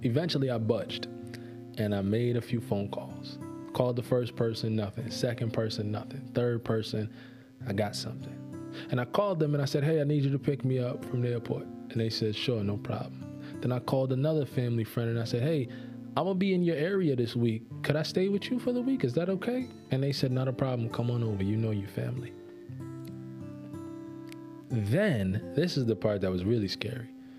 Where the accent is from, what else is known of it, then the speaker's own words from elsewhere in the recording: New York, United States; I'm from New York.